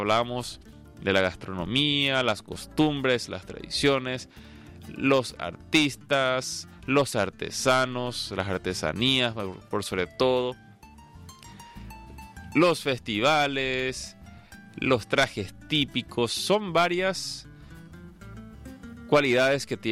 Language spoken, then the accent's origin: Spanish; Paraguay; yo soy paraguayo.